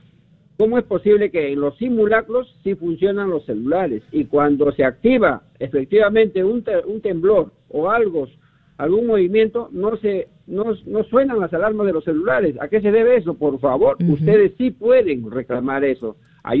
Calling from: Lima, Peru; de Santa Clara, Atevitarte.

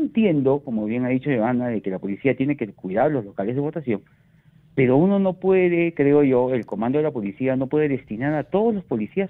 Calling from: Arequipa, Peru; como buen arequipeño

